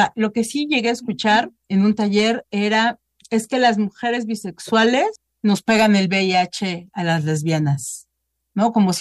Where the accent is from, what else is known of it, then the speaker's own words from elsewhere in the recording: Mexico City, Mexico; yo soy de Ciudad de México, vivo en Ciudad de México